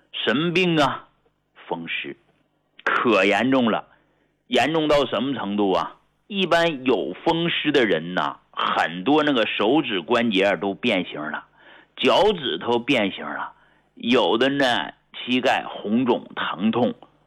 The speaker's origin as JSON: {"language": "Chinese", "country": "China", "said": "我们中国人体质它不一样。"}